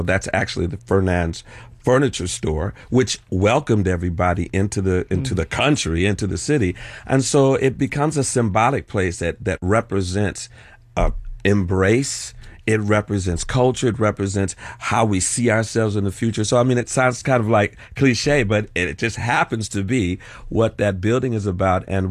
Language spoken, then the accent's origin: English; Detroit, Michigan, United States; I'm from Detroit, which is a big city of lots of music and industry and culture.